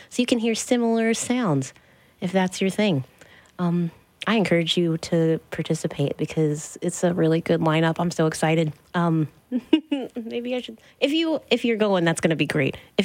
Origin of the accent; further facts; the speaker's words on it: Dallas, Texas, United States; What up, Ed? I'm also from Dallas. It makes me so happy to hear that you're listening.